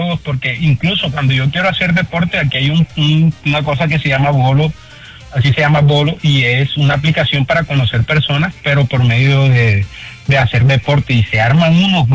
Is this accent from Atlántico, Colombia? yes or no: yes; Barranquilla, Atlántico, Colombia; Es como una vez allá cuando estaba en Barranquilla, yo soy de Barranquilla